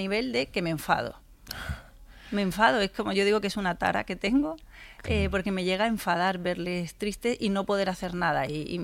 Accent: Almería, Andalusia, Spain; now in Madrid, Spain; soy de Almería, perdón, quizá me podría haber ido a estudiar fuera, pero bueno, nos quedamos allí

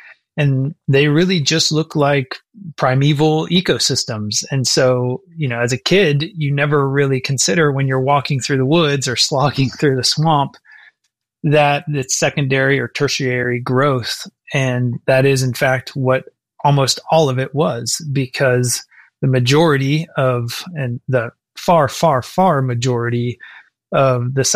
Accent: Gainesville, Florida, United States; where I grew up in Gainesville, we have swamps all over the place.

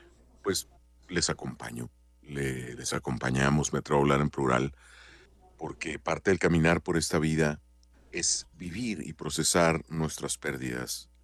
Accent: Cuauhtémoc, Chihuahua, Mexico; Cuando muere mi madre allá en 1987, en enero del 87, 13 de enero, donde falleció y fue sepultada allá en mi ciudad Cuauhtémoc

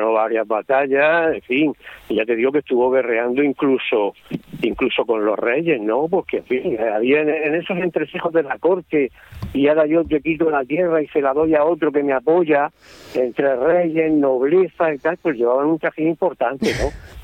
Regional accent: Murcia, Region of Murcia, Spain; y yo, pues yo soy de Murcia, y nadie sabía qué era y qué dónde estaba y qué es lo que tenía Murcia.

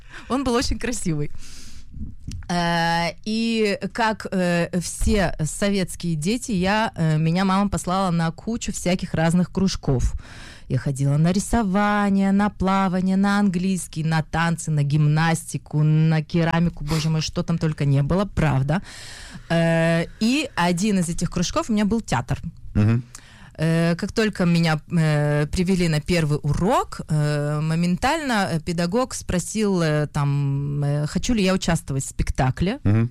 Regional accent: Irkutsk, Irkutsk Oblast, Russia; Родилась я в Сибири. В городе Иркутск.

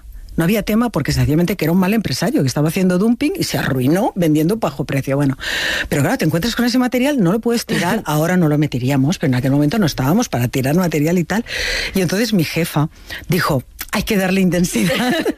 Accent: Spain; pero yo quiero saber como ciudadana española cuál ha sido la historia económica del rey emérito

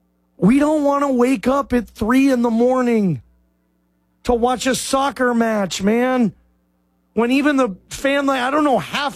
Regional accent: Seattle, Washington, United States; I'm from Seattle. I've been to Lumen Field probably more than any other stadium in my life.

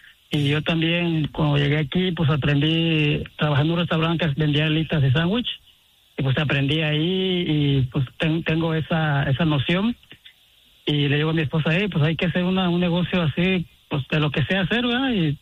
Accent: Acapulco, Guerrero, Mexico; yo soy de un estado muy bonito y una ciudad más bonita que es el Acapulco Guerrero.

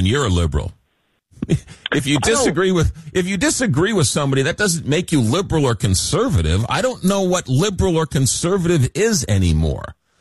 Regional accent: New York, United States; Well, first of all, I'm from New York. So, no, I don't eat pizza with a fork. I fold my pizza like any self-respecting New Yorker.

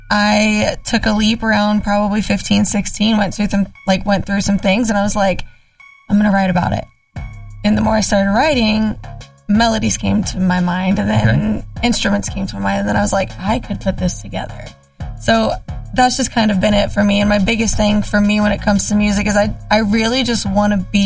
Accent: St. Petersburg, Florida, United States; Yes, born and raised in St. Petersburg, Florida.

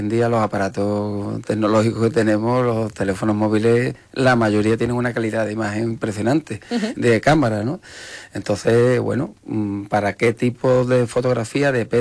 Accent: Morón de la Frontera, Andalusia, Spain; Soy de Morón. me gusta y me encanta Morón, y entonces mi mirada hacia Morón es especial en ese aspecto, ¿no?

